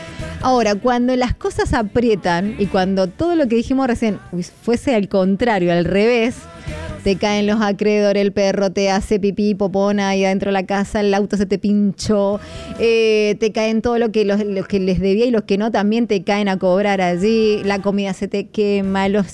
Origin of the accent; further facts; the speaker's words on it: Argentina; nosotros también aquí como argentinos